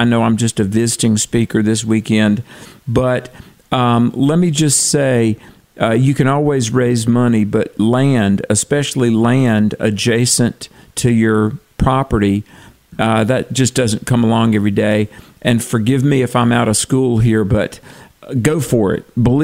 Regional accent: United States; I'm an American.

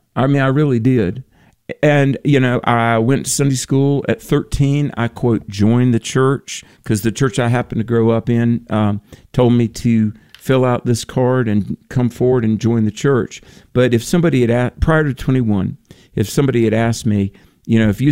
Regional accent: the South, United States; growing up in the Bible Belt

